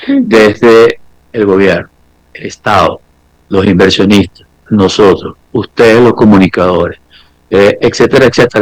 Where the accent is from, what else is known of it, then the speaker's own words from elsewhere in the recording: Caracas, Capital District, Venezuela; born there; Yo nací en los Magallanes de Catia.